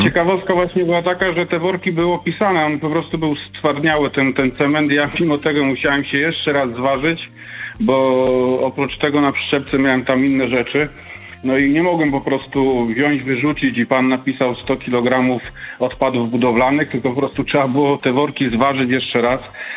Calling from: Denmark; ja dzwonię z Danii

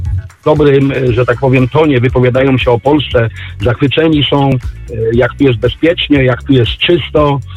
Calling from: Poznań, Greater Poland Voivodeship, Poland; dzwonię z Poznania.

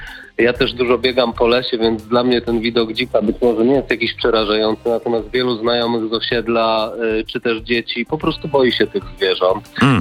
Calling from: Gdynia, Pomeranian Voivodeship, Poland; Ja, panie Kubo, dzwonię z Gdyni

